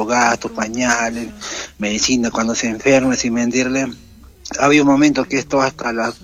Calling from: Paucarpata, Arequipa, Peru; Paucarpata

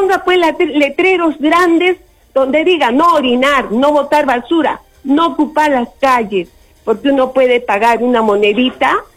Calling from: Arequipa, Peru; Como arequipeña

